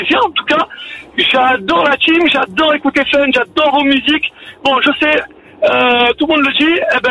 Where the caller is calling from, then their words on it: Marseille, Provence-Alpes-Côte d'Azur, France; je suis agent territorial, je suis de Marseille